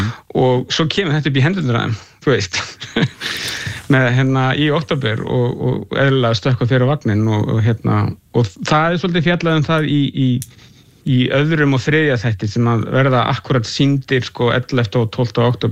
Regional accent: Capital Region, Iceland; Þannig að ég nefnilega ólst upp í Fossói, þannig að það var ekki það langt frá mér

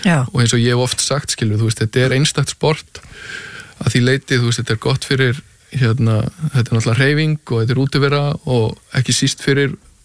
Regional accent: Hafnarfjörður, Capital Region, Iceland; born or raised there

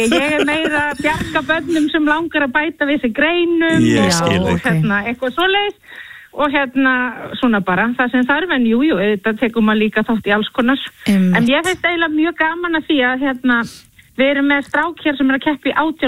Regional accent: Kópavogur, Capital Region, Iceland; born or raised there

